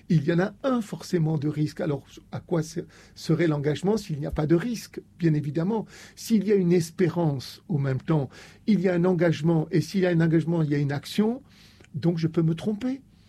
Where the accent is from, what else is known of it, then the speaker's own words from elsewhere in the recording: Oran, Oran Province, Algeria; born there; Je suis né à Oran.